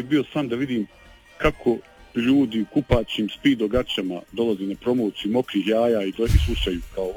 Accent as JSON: {"language": "Croatian", "country": "Bosnia & Herzegovina", "lives_now": "Croatia", "said": "Ali mi smo se, kako se zove, dovoljno asimilirali, avila assimilate u Istru, pa nas ne prepoznaju više kao Bosanci"}